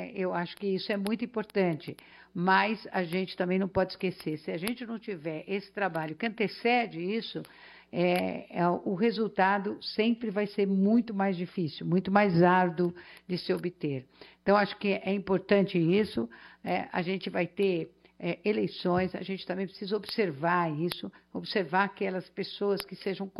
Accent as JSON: {"language": "Portuguese", "town": "Catanduva", "region": "São Paulo", "country": "Brazil", "lives_now": "São Paulo, Brazil", "said": "Eu não sou de São Paulo, eu trabalho aqui, vivo uma parte da minha vida aqui e uma parte do interior, no interior. Eu sou de Catanduva"}